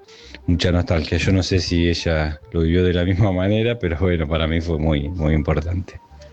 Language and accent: Spanish; San Martín, Buenos Aires Province, Argentina; now in Mar del Plata, Argentina; Yo nací en Buenos Aires, en Cava, y me crié en el barrio de San Martín, más que nada, porque viví más años ahí.